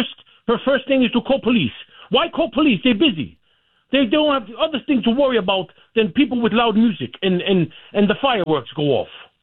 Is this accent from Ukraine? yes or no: yes; Ukraine; I come from Ukraine.